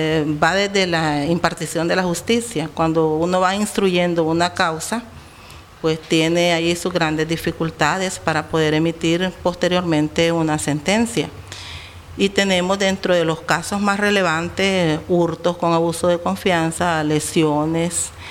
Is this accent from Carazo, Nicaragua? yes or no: no; Managua, Nicaragua; born there; Nací en Managua.